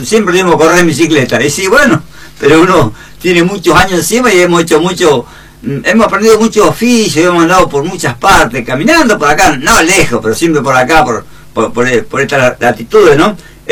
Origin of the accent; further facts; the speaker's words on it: Villa Rosa, Buenos Aires Province, Argentina; yo no quise dejar mi pueblo de Villarrosa. Tenía 14 años yo